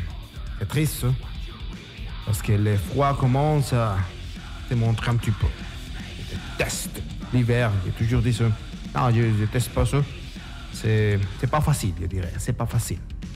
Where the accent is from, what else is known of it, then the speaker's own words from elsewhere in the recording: Colombia; now in Quebec, Canada; en Colombie, mon pays d'origine.